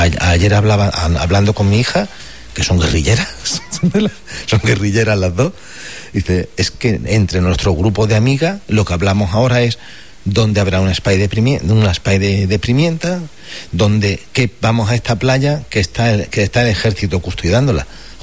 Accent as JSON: {"language": "Spanish", "region": "Ceuta", "country": "Spain", "tie": "born or raised there"}